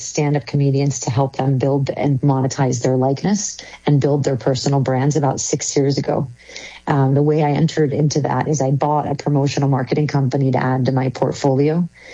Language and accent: English; Florida, United States; I was born in South Florida. I'm actually first generation American born. My family is Lebanese and they immigrated here from Sierra Leone, West Africa.